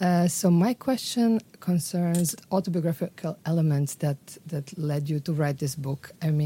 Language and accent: English; Croatia; now in Paris, France; I'm originally from Croatia, but I live in Paris now.